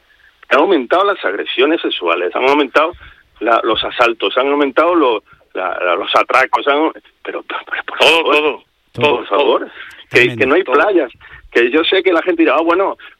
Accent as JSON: {"language": "Spanish", "region": "Ceuta", "country": "Spain", "said": "Para una ciudad leal a España, porque es leal, porque allí somos españoles"}